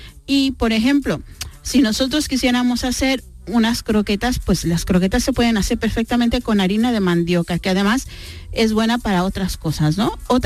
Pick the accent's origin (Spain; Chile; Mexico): Mexico